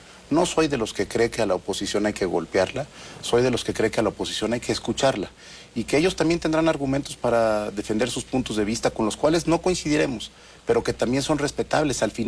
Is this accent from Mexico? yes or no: yes; Oaxaca, Mexico; Yo soy oaxaqueño, mi padre oaxaqueño, mi abuelo oaxaqueño.